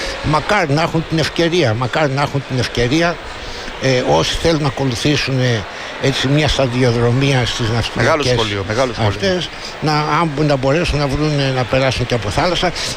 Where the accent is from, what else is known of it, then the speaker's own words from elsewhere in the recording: Greece; σαν Έλληνες έχουμε τα θετικά μας και τα αρνητικά μας.